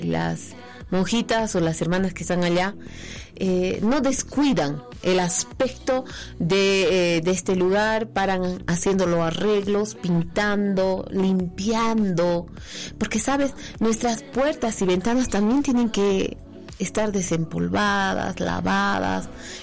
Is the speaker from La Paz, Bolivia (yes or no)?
no; Potosí, Bolivia; como buenos potosinos, siempre llevamos el abrigo ahí.